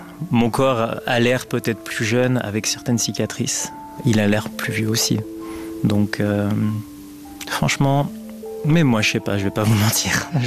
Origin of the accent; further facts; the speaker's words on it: Switzerland; chez nous en Suisse